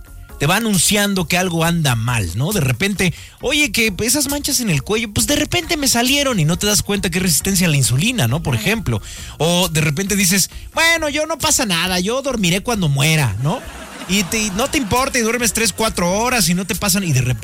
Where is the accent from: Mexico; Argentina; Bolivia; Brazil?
Mexico; Yo tengo la hipótesis de que como mexicanos nacimos en un lugar donde maravillosamente tenemos todos los mejores platillos del planeta.